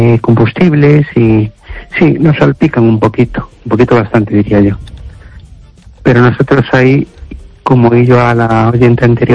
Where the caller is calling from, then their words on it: Amoeiro, Galicia, Spain; de Un Toldo de Amoeiro.